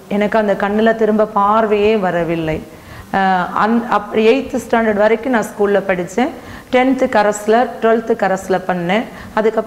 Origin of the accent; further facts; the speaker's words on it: Pethanadarpatti, Tamil Nadu, India; now in Rajapalayam, India; நாங்கள் இருக்கிற இடம் ராஜபாளையம். எங்களுடைய சொந்த ஊர் தென்காசி பக்கத்தில் உள்ள பெத்தநாடார்பட்டி.